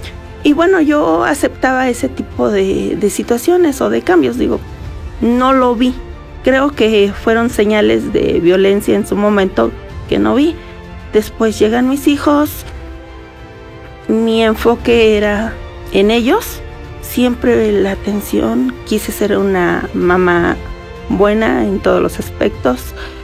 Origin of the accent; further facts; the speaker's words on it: Ixmiquilpan, Hidalgo, Mexico; Yo soy originaria de Ixmiquilpan, un municipio cercano aquí. Me vine a estudiar la preparatoria y después obviamente me quedé aquí a estudiar la carrera.